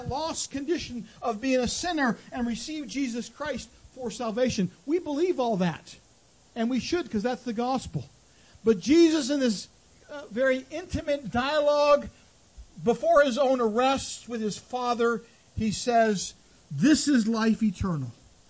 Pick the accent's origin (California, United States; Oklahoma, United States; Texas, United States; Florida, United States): California, United States; Temecula; back yonder when I grew up in Temecula, California, it was a small town.